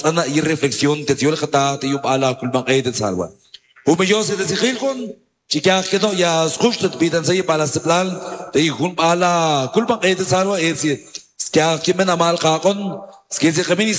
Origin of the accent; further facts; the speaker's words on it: Aguacatán, Huehuetenango, Guatemala; saludar a nuestros hermanos en nuestro dialecto aguacateco